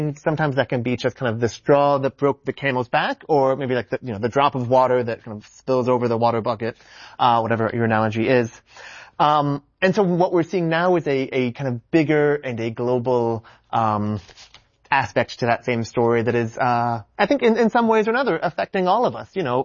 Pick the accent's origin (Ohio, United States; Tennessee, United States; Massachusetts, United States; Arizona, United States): Arizona, United States; I grew up in Arizona.